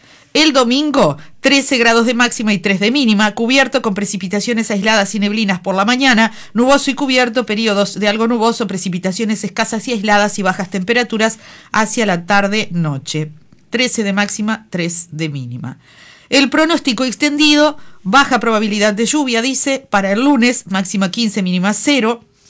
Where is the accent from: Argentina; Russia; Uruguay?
Uruguay; Treinta y Tres; born there; cuando éramos chicos y estudiábamos inglés en la Alianza Cultural Uruguay-Estados Unidos aquí en 33